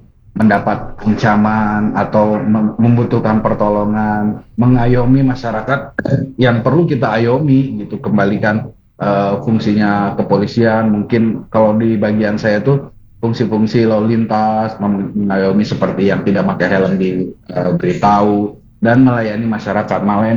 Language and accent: Indonesian; West Java, Indonesia; karena kita orang Sunda nggak jadi masalah.